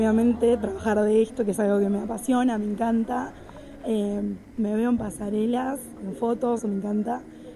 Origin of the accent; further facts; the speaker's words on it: Lanús, Buenos Aires Province, Argentina; Sí, soy de Lanús.